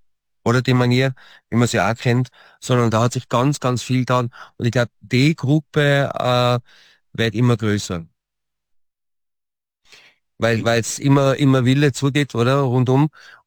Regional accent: Tyrol, Austria; So, egal ob bei uns in Tirol oder bei euch da im Ennstal, es wird immer mehr.

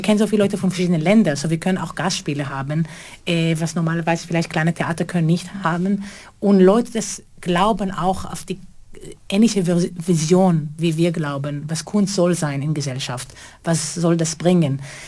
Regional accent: Israel; German is a second language; moved away as an adult; now in Europe; Ich bin ursprünglich in Israel geboren und gewachsen.

